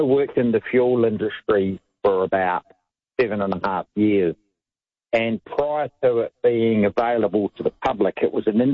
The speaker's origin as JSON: {"language": "English", "region": "Victoria", "country": "Australia", "said": "I've got to run on my home state time, which is Victoria."}